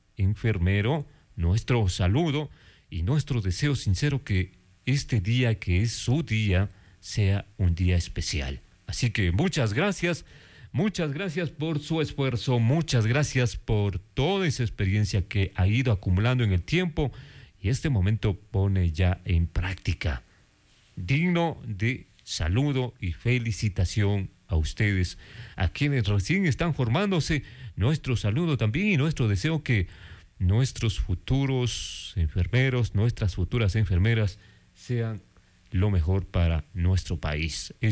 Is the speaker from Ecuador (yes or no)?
yes; Ecuador